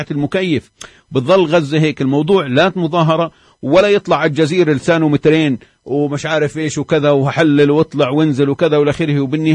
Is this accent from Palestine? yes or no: yes; Palestine; كفلسطينيين